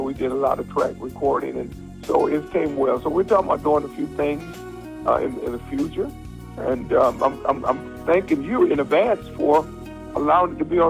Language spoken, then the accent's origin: English; Grand Rapids, Michigan, United States; I'm from Grand Rapids, and guess what? … lived right around the corner from me. I was raised up with him.